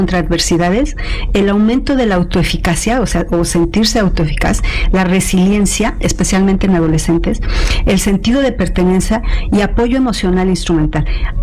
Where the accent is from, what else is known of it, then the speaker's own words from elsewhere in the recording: Mexico; los mexicanos somos así